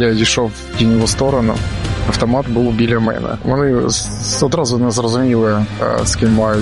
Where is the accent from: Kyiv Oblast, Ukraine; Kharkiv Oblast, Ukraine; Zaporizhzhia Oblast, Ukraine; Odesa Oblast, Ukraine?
Kharkiv Oblast, Ukraine; Kharkiv; Я кажу, я з Харкова, кажу.